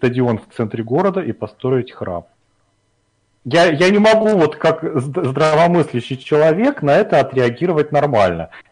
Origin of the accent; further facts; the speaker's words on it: Murmansk, Murmansk Oblast, Russia; moved away; то есть я из Мурманска давно уехал, но тем не менее я связь поддерживаю.